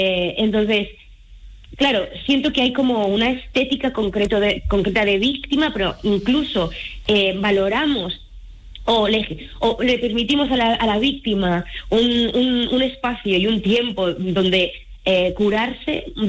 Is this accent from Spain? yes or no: yes; Barcelona, Catalonia, Spain; Y entonces yo soy de Barcelona y me tuve que ir a Madrid